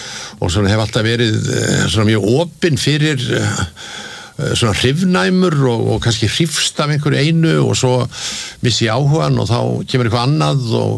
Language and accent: Icelandic; Reykjavík, Capital Region, Iceland; Já, ég sko alveg upp í Laugarneskverfinu og, og, og hérna bjóð þar þegar ég var ungur maður og, og ég man eftir mér þar fyrst í 1635.